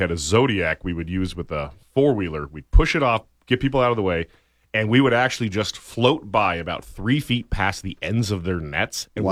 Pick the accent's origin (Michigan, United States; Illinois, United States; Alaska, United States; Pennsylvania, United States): Alaska, United States; Homer; we lucked out growing up in the Homer area.